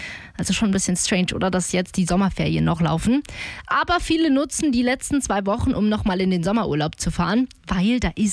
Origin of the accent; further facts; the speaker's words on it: Germany